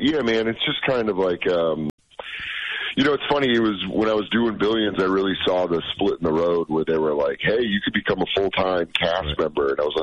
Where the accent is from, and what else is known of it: Colorado, United States